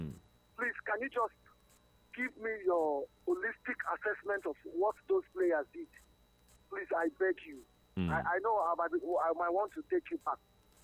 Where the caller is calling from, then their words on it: Ijebu, Ogun, Nigeria; I'm calling from Ijebu.